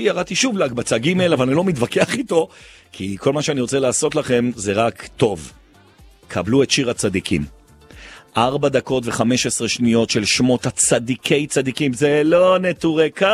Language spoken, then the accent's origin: Hebrew; Jerusalem, Jerusalem District, Israel; כי אני ירושלמי